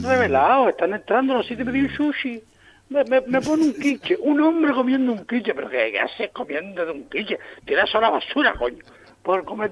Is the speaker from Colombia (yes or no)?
no; Las Palmas de Gran Canaria, Canary Islands, Spain; yo no soy canario, yo soy independentista de la Isleta.